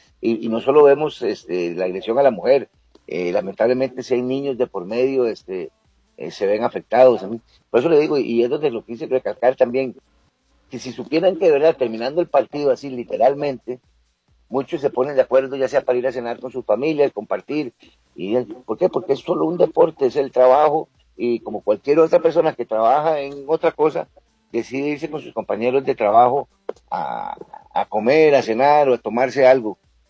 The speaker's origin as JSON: {"language": "Spanish", "town": "Atillo", "region": "Chimborazo", "country": "Ecuador", "said": "que ustedes que somos de Atillo, yo recuerdo cuando el fútbol antes, en canchas abiertas, después de cada partido siempre había una gresca y todo, pero era ya como las peleas entre comunidades"}